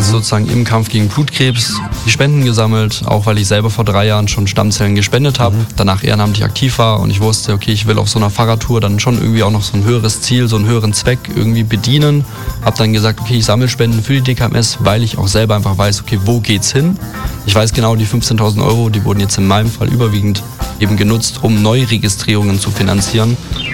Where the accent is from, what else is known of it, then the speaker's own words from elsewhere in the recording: Crailsheim, Baden-Württemberg, Germany; aber auch vermehrt einfach aus Crailsheim, aus meinem Heimatort.